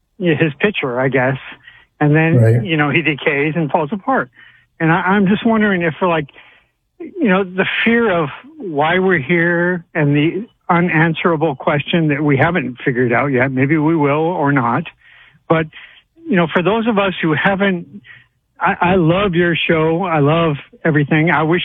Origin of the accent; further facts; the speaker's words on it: Sedona, Arizona, United States; And well, I grew up in Sedona, Arizona.